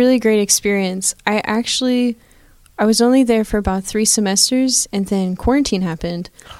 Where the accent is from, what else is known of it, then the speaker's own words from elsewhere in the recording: Uniontown, United States; Where did I grow up? Uniontown, just hours south of here.